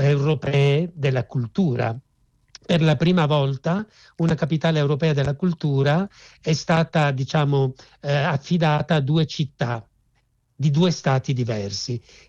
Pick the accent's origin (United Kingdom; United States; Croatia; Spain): Croatia; Rijeka, Primorje-Gorski Kotar County; moved away; Lei deve sapere che io vengo da Rijeka, da Fiume, mio papà è stato esule